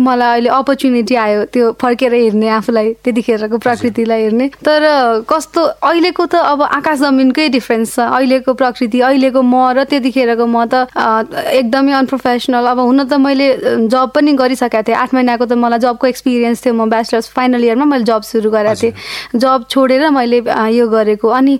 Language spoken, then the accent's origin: Nepali; Dhangadhi, Sudurpashchim Province, Nepal; moved away; अब म हुर्केको जन्मेको हुर्केको क्लास 6 पढेको धनगढीमा कैलालीमा